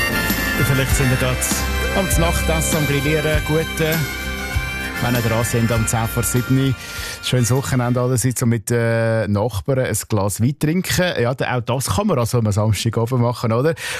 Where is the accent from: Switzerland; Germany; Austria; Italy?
Switzerland; Also diese Geschichte kommt mir als Schweizer ziemlich verdächtig vor.